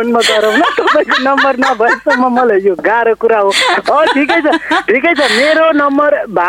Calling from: Dhankuta, Koshi Province, Nepal

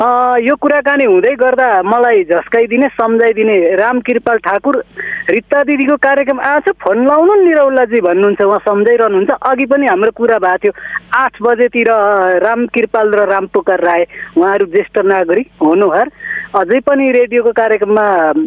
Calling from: Dhankuta, Koshi Province, Nepal

